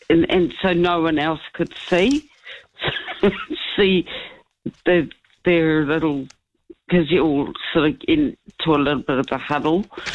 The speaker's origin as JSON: {"language": "English", "country": "Ireland", "said": "So I'm like an Irish person."}